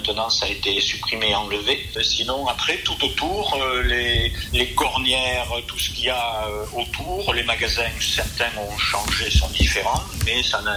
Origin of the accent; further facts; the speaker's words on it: Villeréal, Nouvelle-Aquitaine, France; Je suis né à Villeréal, j'ai 78 ans.